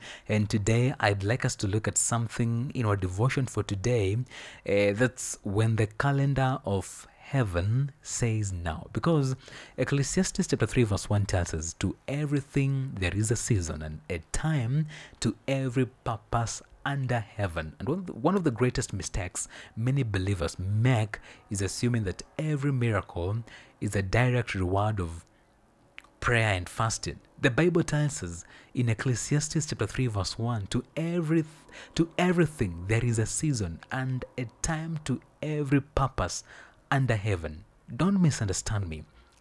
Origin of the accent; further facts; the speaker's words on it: Kenya; Leave aside being a Kenyan.